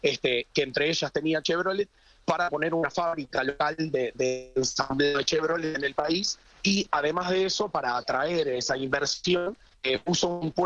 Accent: Uruguay; y yo que soy uruguayo, un país muy futbolero, también el Mundial se vive mucho

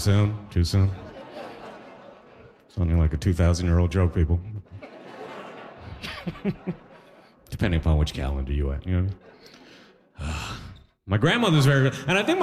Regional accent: Toronto, Ontario, Canada; here I grew up in Toronto, so I'm a Trini raised in captivity.

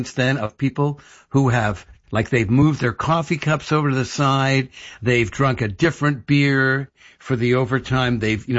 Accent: England, United Kingdom; And they attacked me for being English, for being an English reporter, all sorts of things.

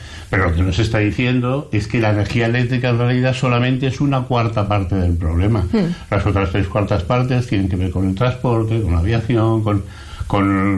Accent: Aragon, Spain; moved away; Yo vengo de Aragón, he vivido muchos años en Aragón

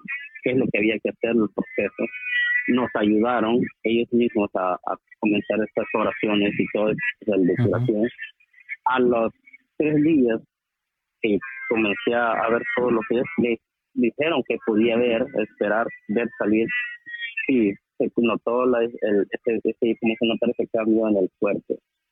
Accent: El Salvador; now in Los Angeles, United States; yo soy de El Salvador, estoy acá viviendo en Los Ángeles.

